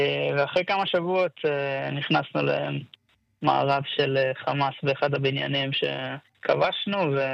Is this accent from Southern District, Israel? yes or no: yes; Karmia, Southern District, Israel; במקור אני מקיבוץ קרמיה